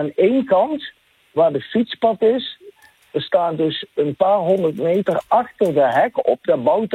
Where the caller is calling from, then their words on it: Beek en Donk, North Brabant, Netherlands; Ik kom zelf uit Beekendonk, trouwens.